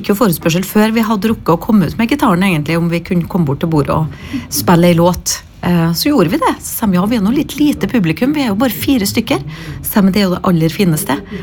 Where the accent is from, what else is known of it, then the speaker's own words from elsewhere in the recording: Trøndelag, Norway; Så selv om vi er trøndere begge